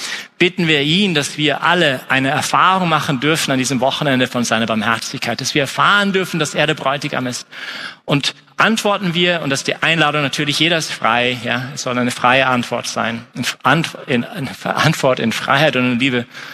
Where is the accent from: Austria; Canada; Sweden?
Canada; moved away; ich als Kanadier